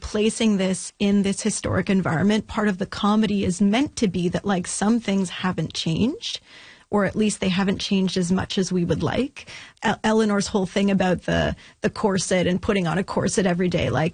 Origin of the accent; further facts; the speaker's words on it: Ottawa, Ontario, Canada; I'm actually from Ottawa originally